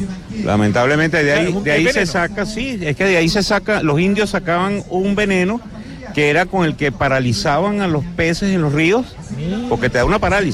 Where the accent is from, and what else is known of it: Venezuela; moved away as an adult; now in Curicó, Chile